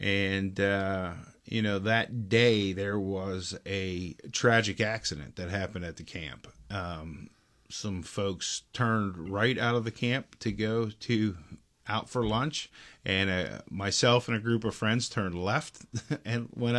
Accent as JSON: {"language": "English", "town": "Newcastle", "region": "Pennsylvania", "country": "United States", "tie": "born or raised there", "said": "I grew up in Newcastle, Pennsylvania."}